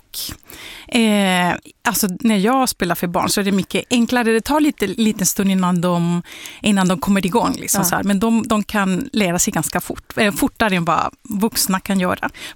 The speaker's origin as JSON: {"language": "Swedish", "town": "Cali", "region": "Valle del Cauca", "country": "Colombia", "tie": "born or raised there", "moved": "yes", "lives_now": "Sweden", "said": "Jag kommer från Colombia, Cali, Colombia, och då växte jag upp med att lyssna mycket på salsa."}